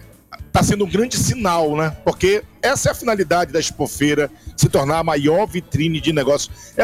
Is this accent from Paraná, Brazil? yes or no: no; Amapá, Brazil